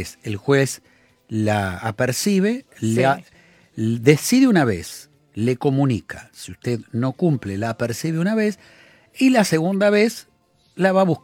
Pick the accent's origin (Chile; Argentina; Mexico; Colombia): Argentina; los bolivianos a los argentinos nos están dando un ejemplo.